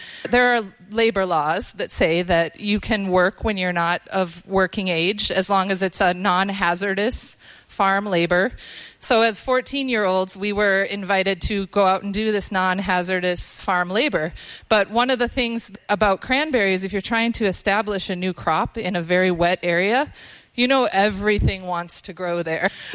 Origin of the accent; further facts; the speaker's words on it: Palisade, Minnesota, United States; So I grew up in Aiken County. My mom grew up in Aiken County. My grandma grew up in Aiken County.